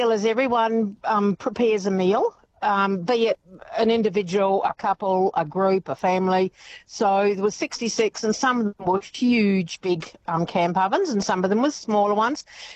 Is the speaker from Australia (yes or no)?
yes; Geraldton, Western Australia, Australia; because I'm from Geraldton